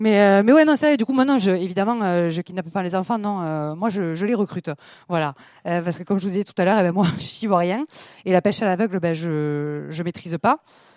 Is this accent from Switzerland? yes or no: no; south of France, France; accent: accent du Sud